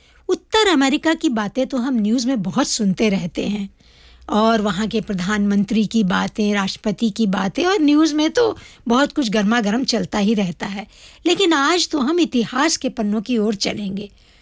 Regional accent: Mauritius; Mauritius में भी देखिए आज हम सब मिलकर कितनी अच्छी तरह रहते हैं

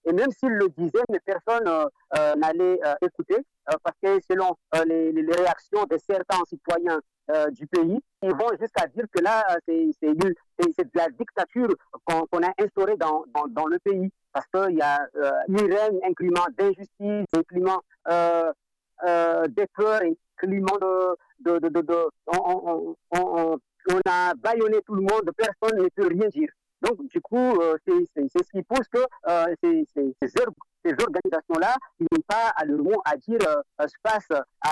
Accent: Mohéli, Comoros; born there; moi je suis né à Mouéli, mais j'ai un cousin qui habite à Mayotte

